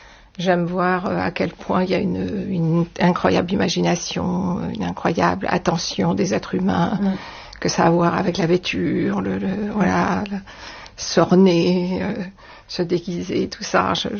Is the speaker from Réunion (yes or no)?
yes; Réunion; je viens de La Réunion, c'est un axe Afrique-Asie, donc on est très loin de la France